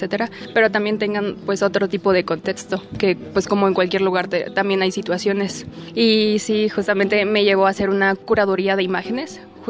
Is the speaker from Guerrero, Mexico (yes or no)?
yes; Acapulco, Guerrero, Mexico; moved away as an adult; now in Taxco, Mexico; yo soy foránea, soy de Acapulco